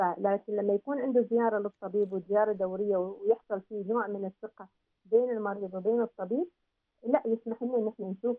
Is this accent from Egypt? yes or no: no; Oman; يعني تعرفين إحنا كمجتمع عماني ما زلنا يعني مجتمع ناضج صغير